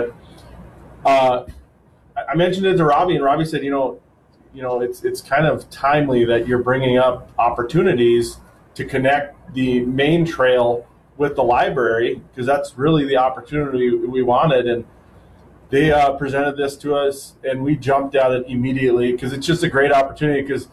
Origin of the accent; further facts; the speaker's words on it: North Dakota, United States; I'm born and raised in Western North Dakota. I've spent a lot of time in the Badlands